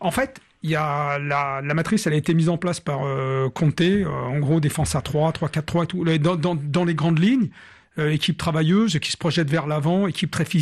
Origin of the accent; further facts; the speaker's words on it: France; Nous, en tant que Français